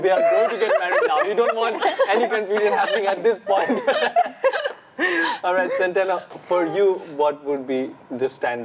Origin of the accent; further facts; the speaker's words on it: Kolkata, West Bengal, India; moved away; I'm from Calcutta, from where Mother Teresa is, and I grew up there my whole life, but my family comes from North India, Northeast India, that is the hilly part of India.